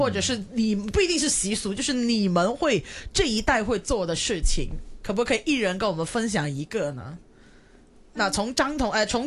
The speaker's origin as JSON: {"language": "Chinese", "country": "Hong Kong", "said": "我们香港这边吃粽子呢"}